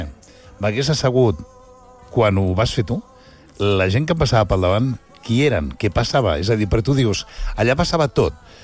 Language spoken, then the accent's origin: Catalan; Premià de Dalt, Catalonia, Spain; now in Barcelona, Spain; Jo recordo quan vaig venir a Barcelona, jo ho explicava fa poc aquí el programa, jo soc de Premià de Dalt, i vaig venir a viure molt, molt jovenet a Barcelona